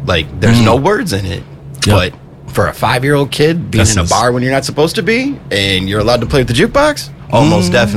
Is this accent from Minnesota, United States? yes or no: yes; Minneapolis, Minnesota, United States; now in St. Paul, United States; And I didn't grow up in St. Paul. I came here later when I was like 16. Where did you grow up? Northside, Minneapolis.